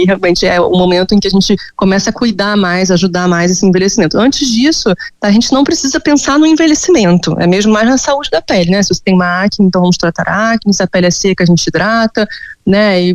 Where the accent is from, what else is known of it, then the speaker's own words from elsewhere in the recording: Rio de Janeiro, Brazil; Eu sou do Rio, mas eu atendo muitos pacientes online